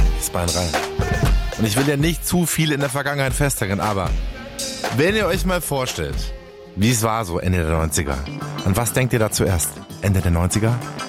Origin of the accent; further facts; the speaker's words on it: Dachau, Bavaria, Germany; in Dachau, meiner Heimatstadt.